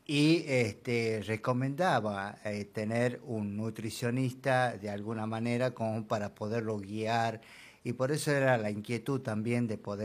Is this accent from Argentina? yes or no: yes; Argentina; como argentino que somos y que nos gusta el mate amargo